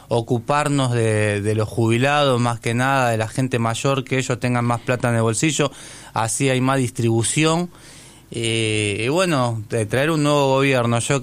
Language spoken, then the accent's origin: Spanish; Argentina; Yo creo que nosotros como argentinos tenemos que estar más unidos.